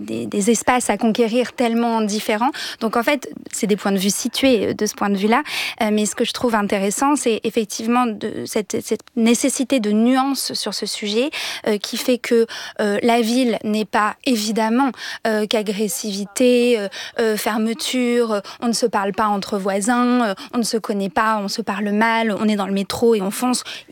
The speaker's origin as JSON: {"language": "French", "region": "Auvergne-Rhône-Alpes", "country": "France", "tie": "born or raised there", "said": "Et moi, c'était un peu ce que je ressentais dans l'Allier, c'est-à-dire effectivement les haies du bocage bourbonnais"}